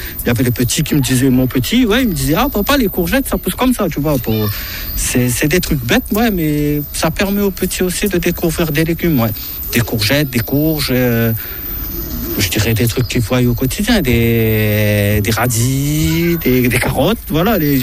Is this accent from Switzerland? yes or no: no; Réunion, France; On est mélangé. Je suis réunionnais. Il y a des Arabes, il y a des trucs.